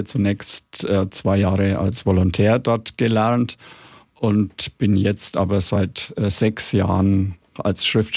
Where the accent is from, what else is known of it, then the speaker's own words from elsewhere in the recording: Nuremberg, Bavaria, Germany; Ich bin in Nürnberg geboren, ich habe mein Leben lang in Nürnberg gelebt und der 1. FC Nürnberg war der Verein meiner Jugend